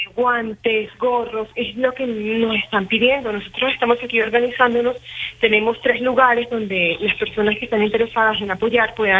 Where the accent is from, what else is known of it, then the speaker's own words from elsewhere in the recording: Venezuela; now in Aguascalientes, Mexico; tenemos como venezolanos, estamos ubicados allí con un restaurante de comida venezolana